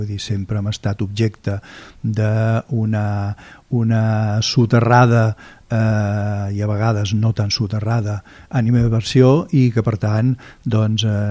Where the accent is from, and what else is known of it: Catalonia, Spain